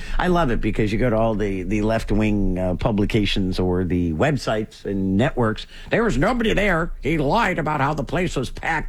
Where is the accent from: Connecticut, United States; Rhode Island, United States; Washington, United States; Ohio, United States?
Rhode Island, United States; I grew up in Rhode Island, so we flew out of Logan all the time.